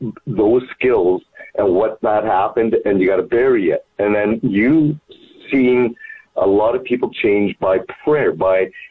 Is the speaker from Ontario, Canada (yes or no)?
no; Alberta, Canada; And I'm from Alberta. You know what I mean? And I'm learning the ways here